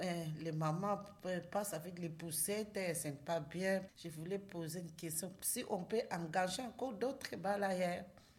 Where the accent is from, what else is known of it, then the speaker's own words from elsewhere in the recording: Belgium; born there; Je suis née ici en Belgique.